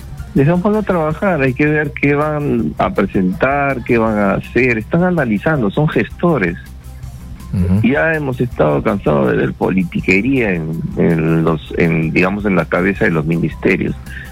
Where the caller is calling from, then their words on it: Lima, Peru; de La Victoria